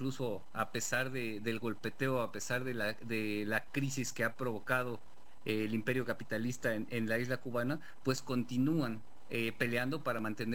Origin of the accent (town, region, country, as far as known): Mexico